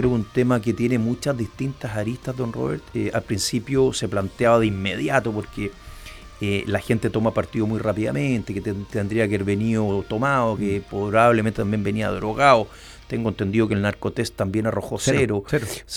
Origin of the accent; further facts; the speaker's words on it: Viña del Mar, Valparaíso, Chile; now in Llanquihue, Chile; Viña del Mar, de donde yo soy nacido y criado. Es una ciudad que le tengo mucho cariño.